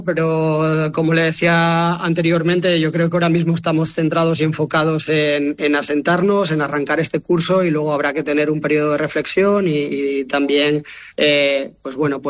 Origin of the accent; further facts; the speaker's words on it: Asturias, Spain; moved away as an adult; also born or lived in United States / Dominican Republic / Madrid; para mí es un sueño volver a Asturias